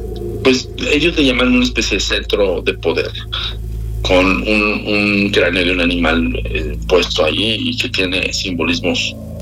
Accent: Mexico; ni siendo mexicano, soy así como, claro, idiático.

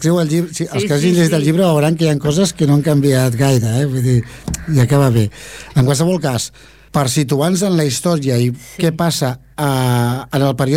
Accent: Esplugues de Llobregat, Catalonia, Spain; born there; els meus pares havien viscut tota la vida a Collblanc fins que van vindre Esplugues on va néixer jo.

